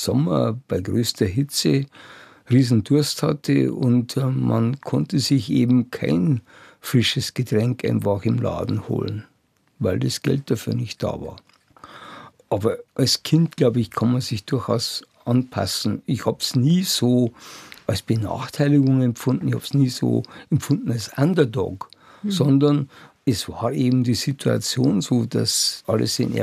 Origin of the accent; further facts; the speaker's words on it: Bavaria, Germany; Mich hat geärgert oder gewurmt, dass ich dann also in München hier so als Niederbayer mit wenig als rückständig eingruppiert wurde.